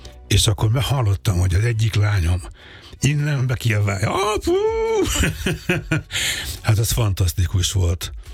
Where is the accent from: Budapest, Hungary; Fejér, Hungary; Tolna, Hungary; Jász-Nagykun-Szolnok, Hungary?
Budapest, Hungary; én a Népstadion mellett nőttem fel a Stefánián.